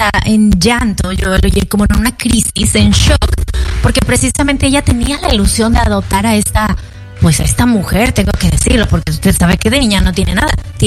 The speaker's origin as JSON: {"language": "Spanish", "town": "Monterrey", "region": "Nuevo León", "country": "Mexico", "said": "a mí me tocó ver en Monterrey, México, de donde yo soy, niñas chiquititas, pero grandotas, altotas."}